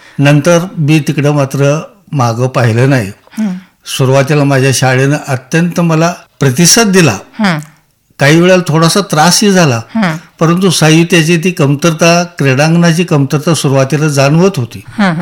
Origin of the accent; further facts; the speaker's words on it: Kini, Maharashtra, India; माझं मूळ गाव किणी आहे.